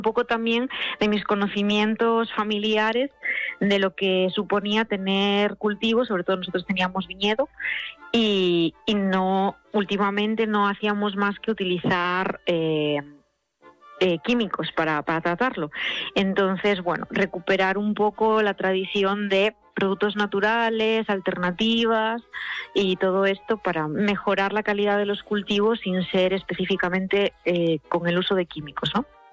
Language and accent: Spanish; Galicia, Spain; Entonces me fui a estudiar oceanografía, porque también estamos, bueno, yo soy de Galicia y estamos muy ligados al mar.